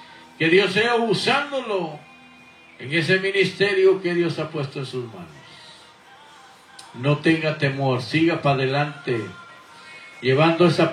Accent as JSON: {"language": "Spanish", "country": "Guatemala", "tie": "born there", "moved": "yes", "said": "allá en Guatemala, mi tierra natal."}